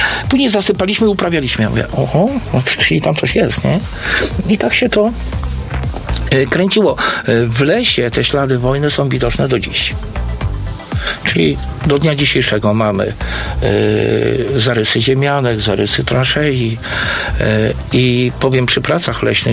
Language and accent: Polish; Wierzchowo, West Pomeranian Voivodeship, Poland; jak tu się urodziłem, no to już mnie interesowała historia regionu. Pochodzę z rodziny leśników, no więc deptałem po tym lesie od dzieciaka i mieszkałem w okolicach Wierzchowa Złocienieckiego